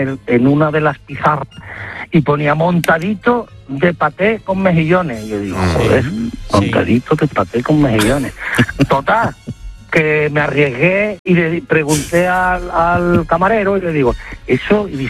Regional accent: Seville, Andalusia, Spain; Mira, yo, por pura casualidad, una vez en la Alfalfa, soy de Sevilla

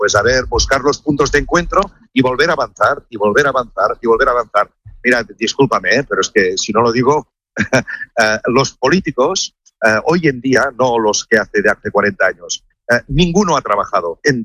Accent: Catalonia, Spain; O sea, aquí los trenes... que soy de Cataluña, me funcionan mejor en Marruecos que en Cataluña.

